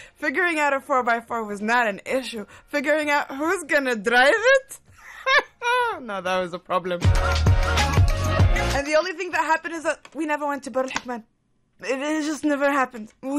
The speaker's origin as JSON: {"language": "English", "region": "Muscat", "country": "Oman", "said": "I'm from Al-Hil, okay, I stay in Al-Hil"}